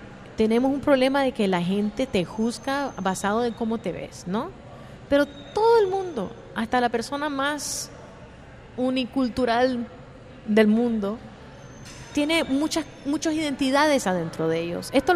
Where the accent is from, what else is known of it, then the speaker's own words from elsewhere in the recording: Nicaragua; pero yo siempre digo que soy de Nicaragua